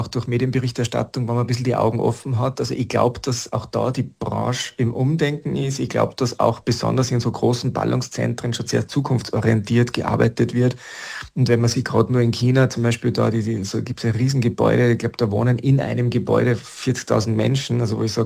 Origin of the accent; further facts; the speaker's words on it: Salzburg, Austria; Meine Zeit, meine Kindheit und Jugend im Rauriser Tal war für mich wahnsinnig prägend für vieles, was ich heute denke, fühle, wie ich mich verhalte, wie meine Einstellungen, meine Prinzipien sind.